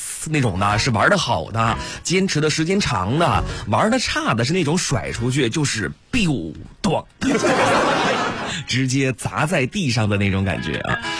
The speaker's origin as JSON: {"language": "Chinese", "town": "Xuzhou", "region": "Jiangsu", "country": "China", "said": "我以为咱们徐州人不玩斗鸡。"}